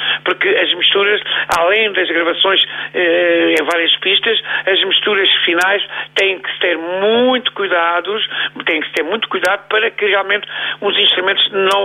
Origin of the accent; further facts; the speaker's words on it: Lagos, Algarve, Portugal; o meu professor Antônio Falé tinha em Lagos, onde eu nasci, no sul do Algarve, uma Academia Universal de Acordeão